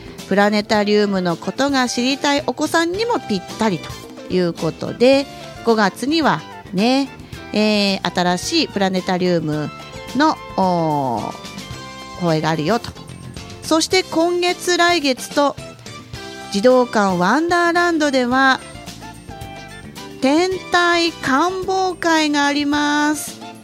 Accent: Chiba, Japan; 私千葉出身ですけど、うちの地元には近くになかったから

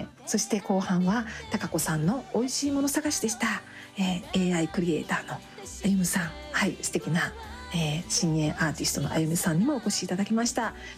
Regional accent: Takamatsu, Kagawa, Japan; 実は西山浩二さんは香川県高松市出身ということで、私も香川県高松市出身なので

